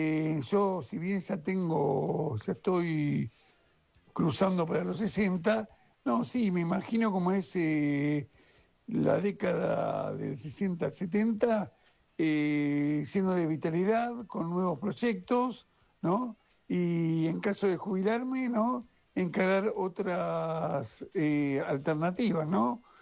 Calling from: Virreyes, Buenos Aires Province, Argentina; de Virreyes

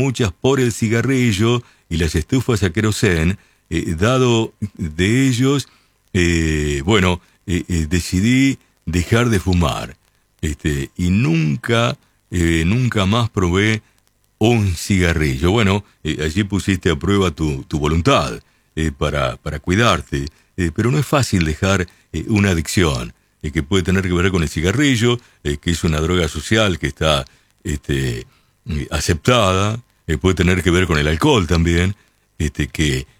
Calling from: Chivilcoy, Buenos Aires Province, Argentina; Buenas noches, Oscar. Muy buen programa. Siempre te escucho. … de Chivilcoy, presidente del hipódromo de Trote.

